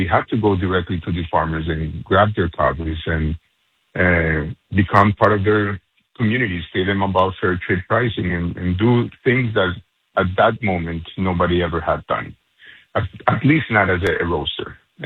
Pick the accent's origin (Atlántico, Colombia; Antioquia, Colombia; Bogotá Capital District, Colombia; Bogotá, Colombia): Antioquia, Colombia; Medellin; also born or lived in United States; Well, I'm Colombian, as you just stated. I'm from Medellin.